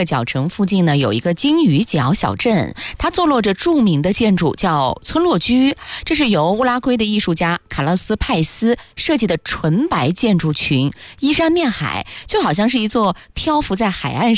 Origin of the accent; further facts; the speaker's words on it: China; 南美的国家对于我们中国人来说确实有点遥远了